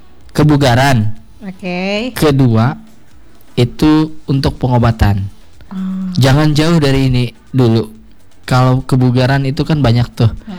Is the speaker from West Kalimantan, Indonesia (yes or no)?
no; Central Kalimantan, Indonesia; sebuah karya kita, orang Kalimantan Tengah.